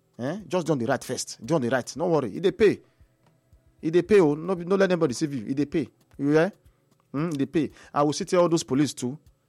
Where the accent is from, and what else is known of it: Nigeria